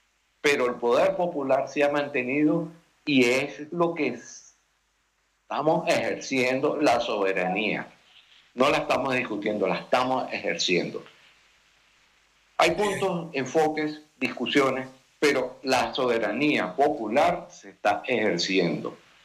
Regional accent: Venezuela; el pueblo venezolano, el pueblo soberano, el pueblo, los hijos de Guaycaipuro, de Bolívar y de Chávez, vamos a sacar esta patria adelante.

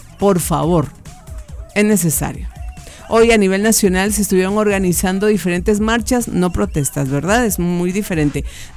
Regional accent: Guatemala

